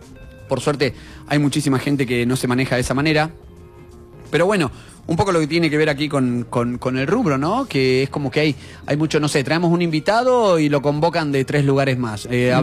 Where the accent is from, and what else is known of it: Argentina